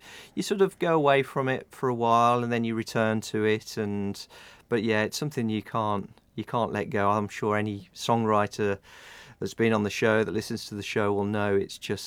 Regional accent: Halesowen, West Midlands, United Kingdom; So, a black country lad. So I grew up in Howells Owen.

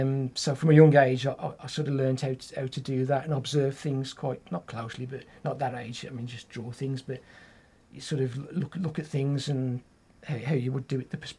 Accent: Tipton, West Midlands, United Kingdom; also born or lived in West Bromwich / Oldbury / Pensnett; I've always lived in the Black Country. I was born in West Bromwich, grew up in Tipton, lived there till I got married. And then, but I've always lived in like Oldbury, lived in Pensnet, the Black Country area.

